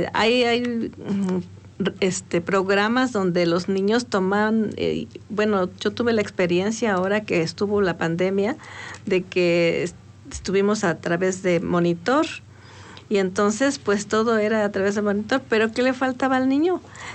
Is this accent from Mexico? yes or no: yes; Mexico; Somos ingeniosos los mexicanos.